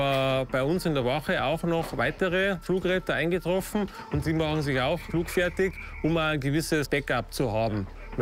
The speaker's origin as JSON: {"language": "German", "town": "Ramsau bei Berchtesgaden", "region": "Bavaria", "country": "Germany", "said": "Ich komme aus der Ramsau und ich habe das Glück, ich kann in der Ramsau arbeiten."}